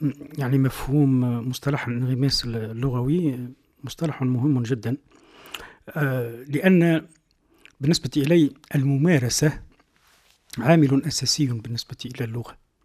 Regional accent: Tunisia

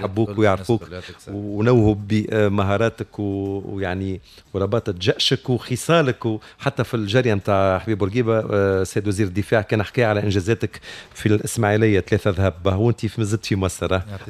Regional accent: Tunisia; محلاها بلادنا تونس الغالي

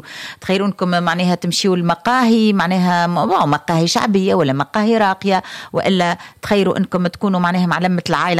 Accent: Sfax, Sfax Governorate, Tunisia; born there; انا مولوده في صفاقس ونعرف صفاقس نعرف عندي برشا صحابي من صفاقس

